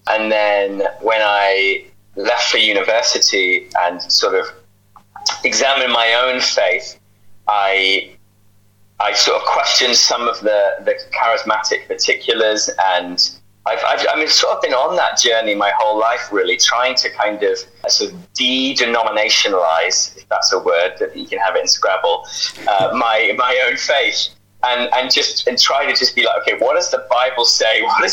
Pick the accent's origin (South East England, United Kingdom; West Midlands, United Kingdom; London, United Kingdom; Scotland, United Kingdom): London, United Kingdom; Twickenham; moved away as an adult; also born or lived in Aberystwyth; now in Canada; so I born and raised in Twickenham. No, I'm not a rugby player or fan, but I was born and raised there, then moved to Aberystwyth